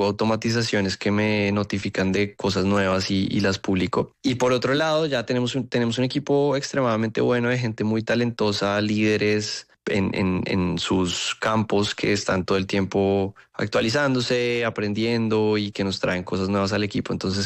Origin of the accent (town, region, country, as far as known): Colombia; now in United States